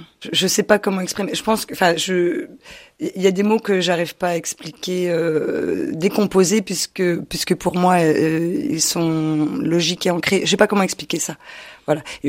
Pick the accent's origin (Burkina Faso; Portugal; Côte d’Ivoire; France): France; Vesoul, Bourgogne-Franche-Comté; moved away